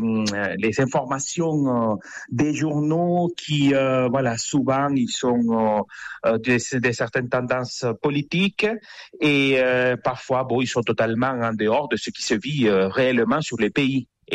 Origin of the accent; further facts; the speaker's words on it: Venezuela; moved away; J'ai quitté le Venezuela il y a plus de 20 ans. Et j'ai une sœur qui habite au Chili, j'ai des nièces qui sont aux États-Unis, en République dominicaine.